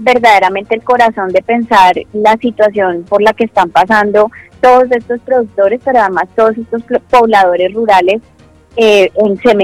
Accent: Colombia; lo que necesitamos todos nosotros como colombianos es abrazarnos mutuamente y apoyarnos.

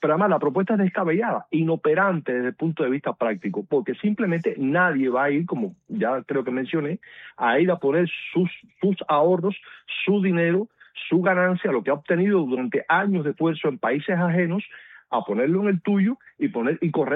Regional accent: Cuba; moved away; los que nos fuimos de Cuba no nos fuimos porque fuimos a hacer turismo al extranjero, nos fuimos justamente porque nuestra situación era delicada

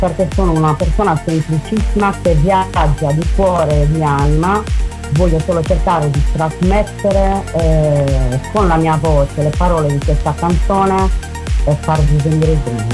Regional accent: Netherlands; also born or lived in Dualchi, Sardinia; now in Usini, Italy; sono mamma di 4 figli, 46 anni. Vivo a Usini, ma sono di Dualti, anche se sono nata e cresciuta in Olanda.

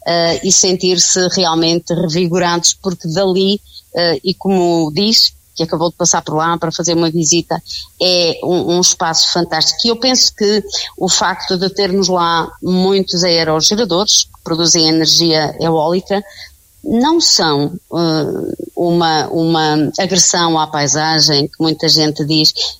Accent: Veloso, North, Portugal; moved away; eu como oriunda da Serra de Montemuro, sou mesmo oriunda da aldeia de Veloso

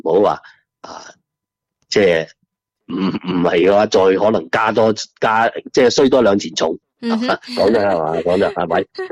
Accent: Guangdong, China; 咁当然啦，我哋广东人啊，饮嗰啲姜醋啊啲咁啊

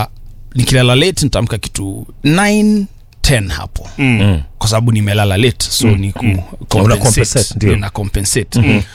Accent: Isiolo, Isiolo County, Kenya; moved away; also born or lived in Nairobi; Na huko ndiko nimelelewa sana utotoni. Kwa hivyo hadi nimalize standard 8, class 8 ya primary school nimeishi Isiolo.

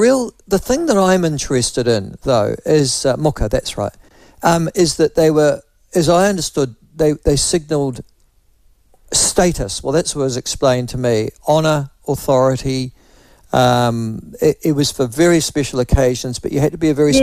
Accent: Whanganui, Manawatū-Whanganui, New Zealand; I grew up in Whanganui, and we had quite a good regional museum there

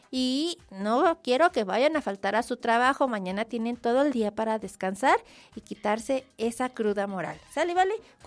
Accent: Mexico; a festejar que somos mexicanos y que tenemos un hermoso país.

